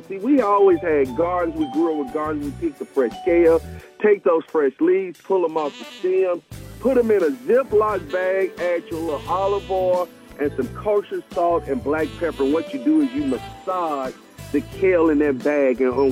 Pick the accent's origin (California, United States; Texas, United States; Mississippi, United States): Mississippi, United States; my father was Creole, as a matter of fact, and that's who really influenced that in me while I was growing up in Mississippi.